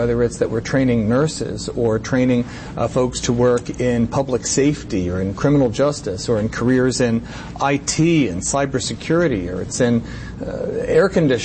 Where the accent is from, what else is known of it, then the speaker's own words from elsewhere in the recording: New York, United States; But it's great to be back on Long Island. I grew up here in Suffolk County. My parents were teachers here in Suffolk County.